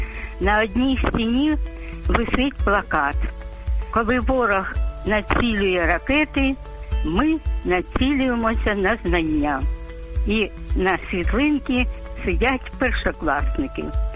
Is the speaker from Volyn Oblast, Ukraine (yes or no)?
no; Kharkiv, Kharkiv Oblast, Ukraine; Розповім про мій рідний Харків.